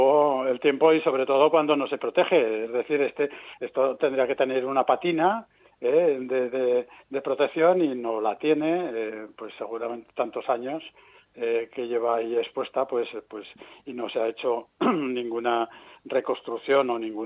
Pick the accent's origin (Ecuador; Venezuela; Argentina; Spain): Spain; Aragon; los que tenemos que valorarla somos los aragoneses